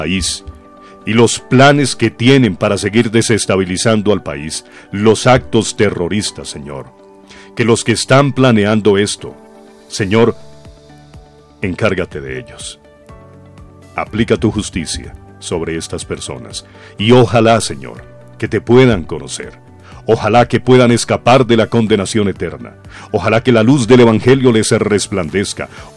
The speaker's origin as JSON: {"language": "Spanish", "country": "Colombia"}